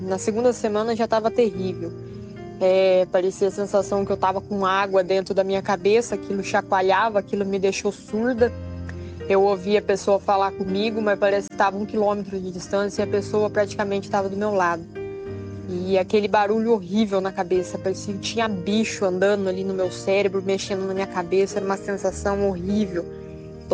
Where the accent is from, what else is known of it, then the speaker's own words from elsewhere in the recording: Estiva Gerbi, São Paulo, Brazil; sou aqui de Estivagerbe e eu tenho um testemunho para contar aí para edificar a fé de muitos.